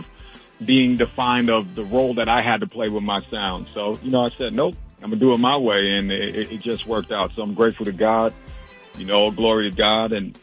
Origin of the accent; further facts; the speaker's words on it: New York, United States; My tenacity, I'm a New Yorker, my tenacity is, I'm relentless.